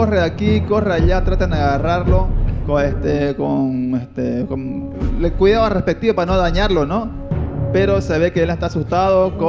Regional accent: Montero, Santa Cruz, Bolivia; now in Santa Cruz de la Sierra, Bolivia; nos vamos a Montero Manta, a mi tierra natal, que me vio nacer, que me vio crecer

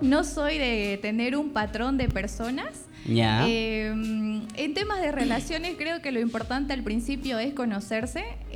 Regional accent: Santa Cruz, Bolivia; El amor por Santa Cruz, el amor al carnaval, que es una fecha que nos representa a todos los cruceños.

